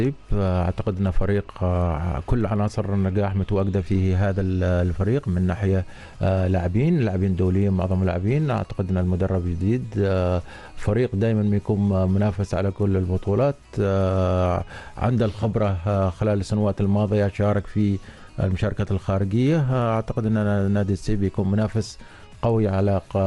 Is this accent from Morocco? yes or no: no; Oman; نحن نستمتع فيه كعمانيين